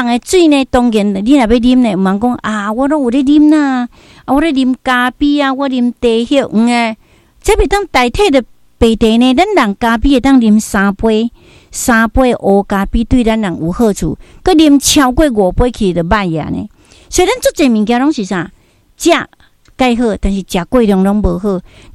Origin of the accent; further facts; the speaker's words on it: Daegu, North Gyeongsang, South Korea; 我的故乡在大邱，因为我是大邱人哈。